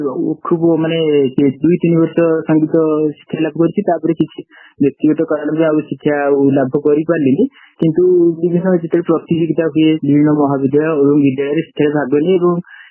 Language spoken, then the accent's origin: Odia; Cuttack, Odisha, India; born there; ଯେହେତୁ ମୁଁ ମୋ ଜନ୍ମ କଟକ ଜିଲ୍ଲାରେ, ତେଣୁକରି କଟକର କାର୍ଯ୍ୟକ୍ରମ ଆକାଶବାଣୀ କଟକରୁ ଶୁଣେ।